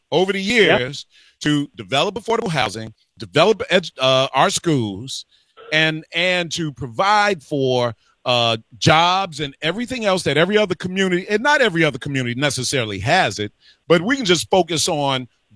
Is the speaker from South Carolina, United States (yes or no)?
no; Chicago, Illinois, United States; our fate as black Chicagoan